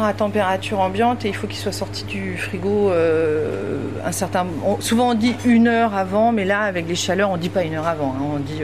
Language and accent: French; Quimper, Brittany, France; born there; also born or lived in Cap Sizun; now in Brest, France